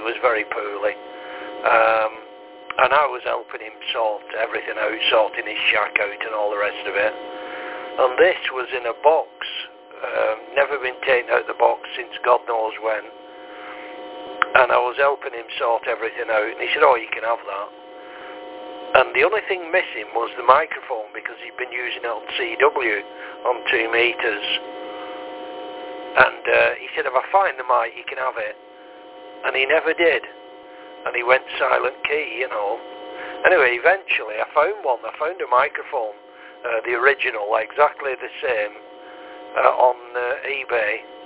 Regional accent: Wigan, North West England, United Kingdom; moved away; also born or lived in West Kirby; I'm from Wigan originally, Alex, but I lived in West Kirby from 74 to about 1981.

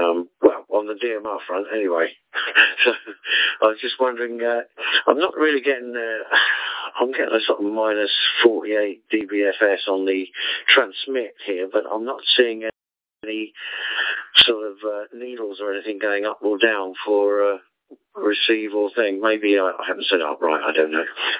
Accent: Scotland, United Kingdom; being Scottish and mean

